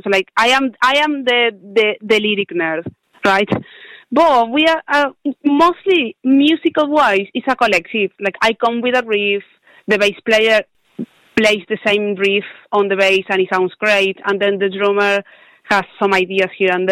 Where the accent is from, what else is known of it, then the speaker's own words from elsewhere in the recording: Argentina; moved away as an adult; now in Liverpool, United Kingdom; I am from Argentina, actually, so I am a very far away from home, but I am in my second home, which is Liverpool